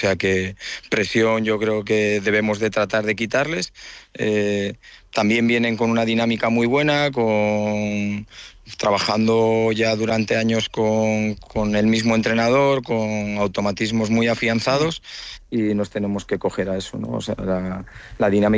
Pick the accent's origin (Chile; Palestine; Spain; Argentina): Spain; Santander, Cantabria